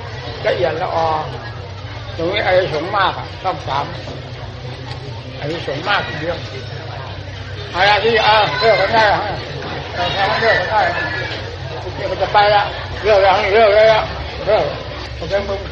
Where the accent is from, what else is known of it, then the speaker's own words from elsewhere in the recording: Isan, Thailand; เราเองคนเป็นคนภาคอีสาน